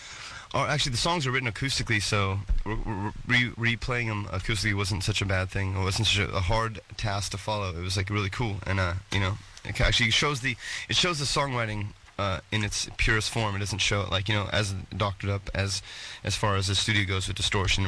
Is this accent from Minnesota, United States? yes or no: no; San Diego, California, United States; I grew up in San Diego.